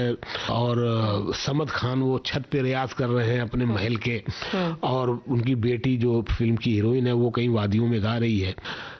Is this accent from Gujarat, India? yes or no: yes; Surat, Gujarat, India; now in Mumbai, India; तो मैं सूरत से मुंबई आ गया 2001 फरवरी में